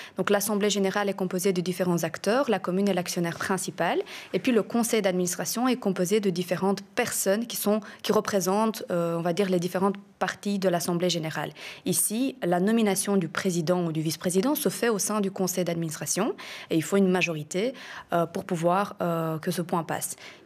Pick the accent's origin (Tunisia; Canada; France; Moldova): Moldova; la corruption s'est très bien implémentée en Moldavie. Et mes parents ont décidé de quitter mon pays d'origine à cause de ça.